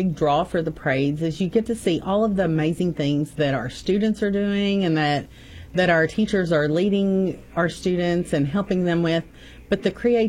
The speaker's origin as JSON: {"language": "English", "town": "Kennett", "region": "Missouri", "country": "United States", "tie": "born or raised there", "moved": "as an adult", "said": "So I come from Southeast Missouri. I lived in Kennett, Missouri for 40 years, graduated from St. Hornersville High School"}